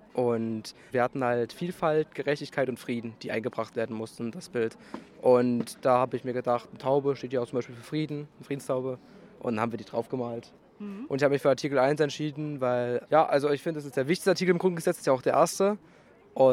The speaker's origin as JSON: {"language": "German", "town": "Vacha", "region": "Thuringia", "country": "Germany", "said": "Hier aus Fachra."}